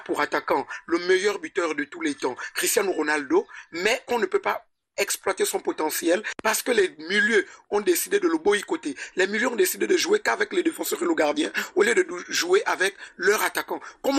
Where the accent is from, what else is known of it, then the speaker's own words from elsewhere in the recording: Gabon; je viens du Gabon.